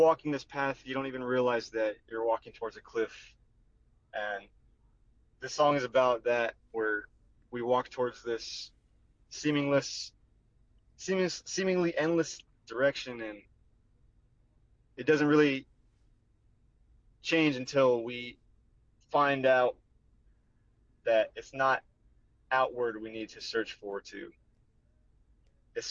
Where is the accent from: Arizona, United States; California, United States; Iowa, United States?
Arizona, United States; We come from Gila River and Tonopah Nation. And, our story began where we come from.